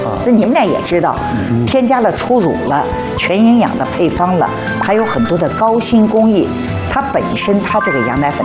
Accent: Shanghai, China; accent: Shanghainese; 我们上海话叫咖喱粥

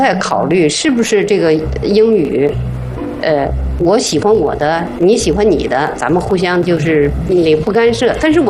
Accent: Northeast China, China; moved away as an adult; also born or lived in Hebei; now in Beijing, China; 我是个东北人

